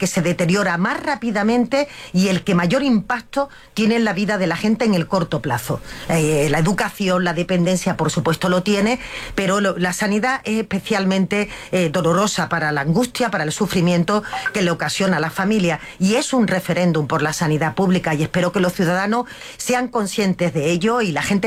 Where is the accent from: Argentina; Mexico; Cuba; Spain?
Spain; Andalusia; la visión del sur que traemos las personas que somos de Andalucía